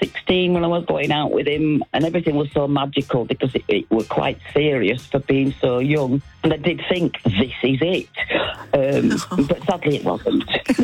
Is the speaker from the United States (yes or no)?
no; Keighley, Yorkshire and the Humber, United Kingdom; In my hometown of Keighley